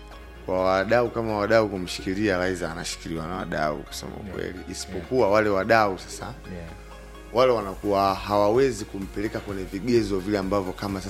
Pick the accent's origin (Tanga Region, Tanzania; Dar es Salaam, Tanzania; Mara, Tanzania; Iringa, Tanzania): Iringa, Tanzania; natokea Ipogoro kule chini.